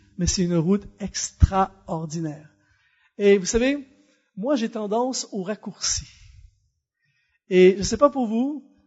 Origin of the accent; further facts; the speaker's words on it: Canada; chez nous au Canada